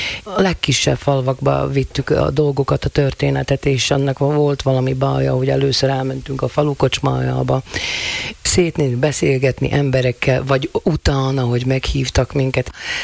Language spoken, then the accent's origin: Hungarian; Lučenec, Banská Bystrica Region, Slovakia; accent: Palóc; moved away as an adult; also born or lived in Bratislava; soha nem hagyom el a palócot. Mert én Palócföldön születtem, Losoncon és Ragyolci lány vagyok.